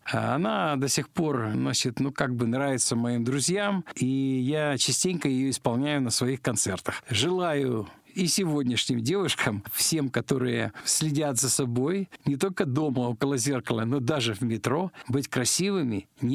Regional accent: Kazakhstan; now in Moscow, Russia; Я когда, к сожалению, распался наш родной Советский Союз, я переехал из Казахстана в Москву, стал работать в одном месте города Москвы, а жил в другом.

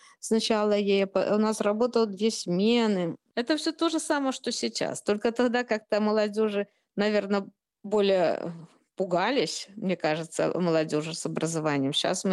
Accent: Shakhty, Rostov Oblast, Russia; born there; Я вообще родилась в Ростовской области, в городе Шахты.

